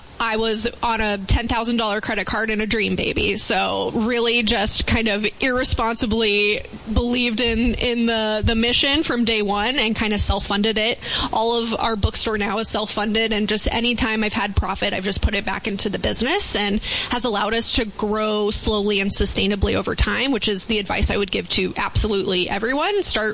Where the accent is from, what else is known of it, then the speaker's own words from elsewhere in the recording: Yuma, Arizona, United States; And I'm from Yuma. I'm a nerd. I'm a reader.